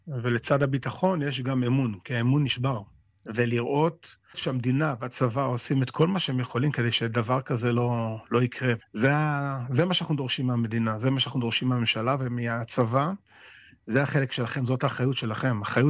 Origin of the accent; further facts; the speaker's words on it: Kfar Aza, Southern District, Israel; אני בן כפר עזה, נולדתי בכפר עזה. ההורים שלי היו ממקימי הקיבוץ. זה השורשים שלי.